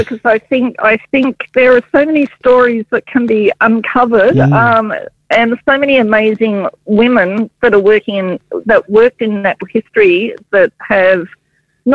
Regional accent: Hobart, Tasmania, Australia; growing up in Tasmania. I grew up in Hobart, actually in Battery Point, and I was surrounded by history.

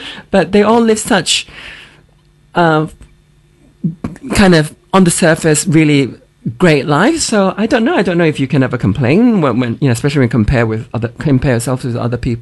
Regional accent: Singapore; because I come from Singapore, which is a very wealthy country and people are very privileged there.

